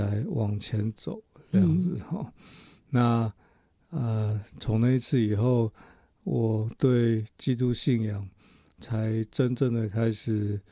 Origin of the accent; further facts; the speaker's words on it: Taiwan; 那其实我从小在家里面没有太多信仰的这个讨论。